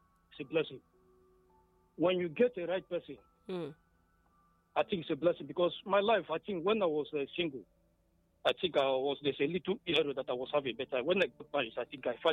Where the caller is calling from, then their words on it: Afikpo, Ebonyi, Nigeria; I'm calling you in Afiko here in Ebonyi State.